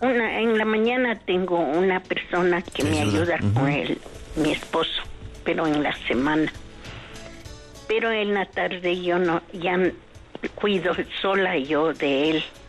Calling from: Conocoto, Pichincha, Ecuador; Yo vivo en Conocoto. Pertenezco a la Renovación, pero ya no soy activa porque no puedo ya mucho salir. Tengo 88 años.

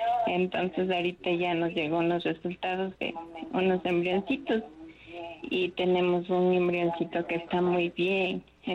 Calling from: Riobamba, Chimborazo, Ecuador; de Riobamba

